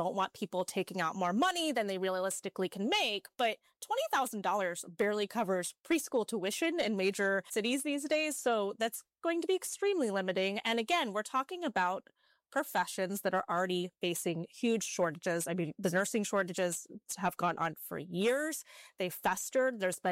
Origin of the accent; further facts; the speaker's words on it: Ohio, United States; born there; my home state of Ohio